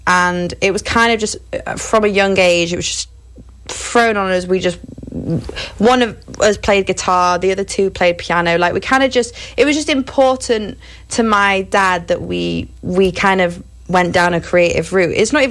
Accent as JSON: {"language": "English", "region": "North West England", "country": "United Kingdom", "tie": "born or raised there", "said": "I grew up in Cheshire, which is like a little bit outside of Manchester."}